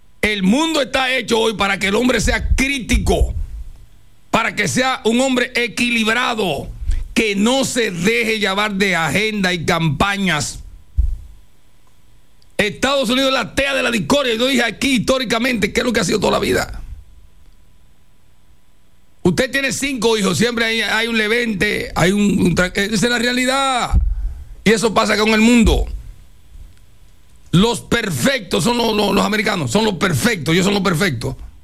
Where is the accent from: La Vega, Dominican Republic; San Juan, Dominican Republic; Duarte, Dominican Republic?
San Juan, Dominican Republic; San Juan de la Maguana; now in Santo Domingo, Dominican Republic; Yo soy un campesino que vengo de San Juan.